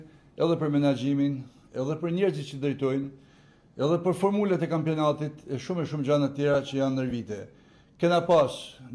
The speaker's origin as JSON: {"language": "Albanian", "town": "Shkodër", "region": "Shkodër County", "country": "Albania", "said": "jam shkodran"}